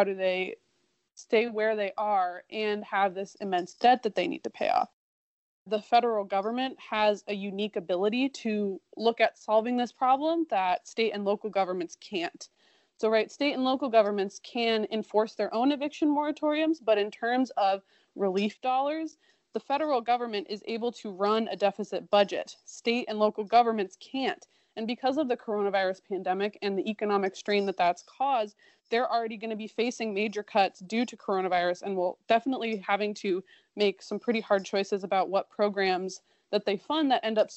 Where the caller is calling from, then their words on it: Portland, Oregon, United States; And at least I'm calling you from Portland, Oregon right now.